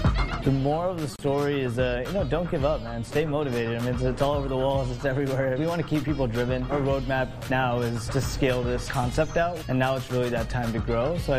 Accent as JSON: {"language": "English", "town": "Chicago", "region": "Illinois", "country": "United States", "tie": "born there", "also_born_or_lived": "India", "said": "My family's an immigrant family. They came here from India. I was born here in Chicago. I lived in India for about 4 years with my grandmother."}